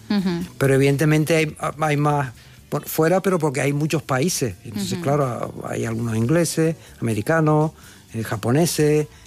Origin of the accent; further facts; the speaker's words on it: Tenerife, Canary Islands, Spain; born there; now in Madrid, Spain; Soy nací en Tenerife, sí. mira el acento que tengo